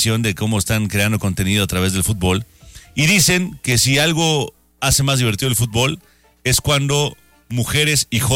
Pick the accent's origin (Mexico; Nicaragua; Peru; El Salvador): Mexico; Somos lo máximo mexicanos.